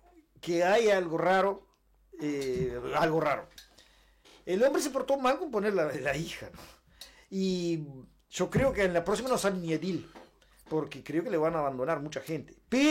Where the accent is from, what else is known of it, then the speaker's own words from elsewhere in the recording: Tranqueras, Rivera, Uruguay; siempre fueron bienvenidos al pueblo, a mi pueblo.